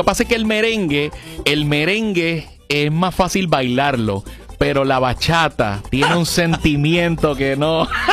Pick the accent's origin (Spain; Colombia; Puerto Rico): Puerto Rico; Fajardo; now in Humacao, Puerto Rico; Fajardo, Puerto Rico.